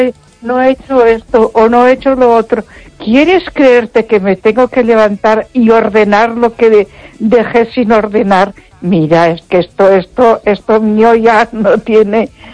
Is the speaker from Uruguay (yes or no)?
no; Ponferrada, Castile and León, Spain